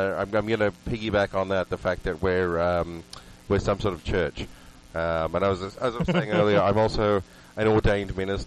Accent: Australia; Yes, I'm the Australian.

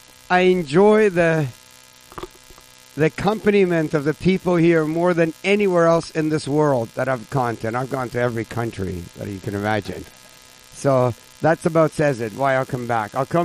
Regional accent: Toronto, Ontario, Canada; I'm from Toronto, and this is my third burn.

